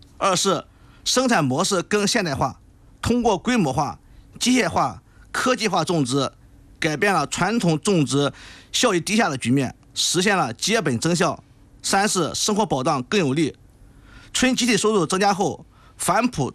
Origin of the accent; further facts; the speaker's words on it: Tengzhou, Shandong, China; 我们这个村里这个村容中貌、你一进去以后就是感觉非常非常的干净